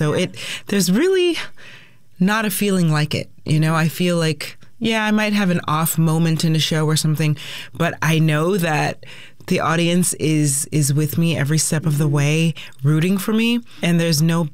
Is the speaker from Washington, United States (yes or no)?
yes; Lakewood, Washington, United States; I grew up in Lakewood, Tacoma, Pierce County, and I grew up singing in the church choir at LNAME